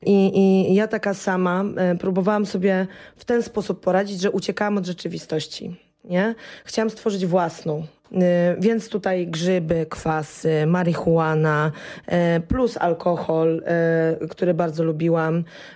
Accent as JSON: {"language": "Polish", "town": "Nowy Targ", "region": "Lesser Poland", "country": "Poland", "tie": "born there", "said": "jestem z małego miasta, na Podhalu, Nowy Targ."}